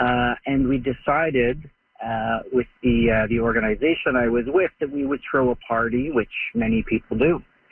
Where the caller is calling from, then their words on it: Toronto, Ontario, Canada; I'm calling from Toronto.